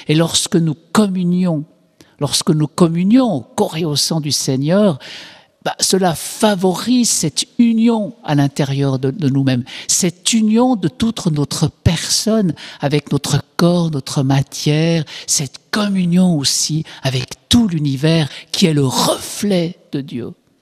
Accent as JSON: {"language": "French", "country": "Switzerland", "said": "et vous savez qu'en Suisse, comme je suis suisse, hein, il est permis de faire appel à un service assisté"}